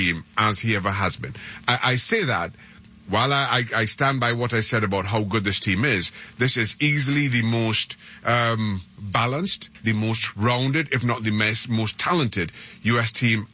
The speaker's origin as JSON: {"language": "English", "country": "Trinidad & Tobago", "tie": "born or raised there", "said": "And listen, I am not American. I grew up in Trinidad Tobago. I played my football there."}